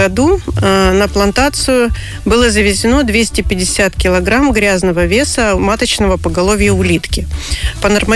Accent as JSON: {"language": "Russian", "region": "Siberia", "country": "Russia", "also_born_or_lived": "Novosibirsk", "moved": "as an adult", "lives_now": "Anapa, Russia", "said": "мы сами из Сибири."}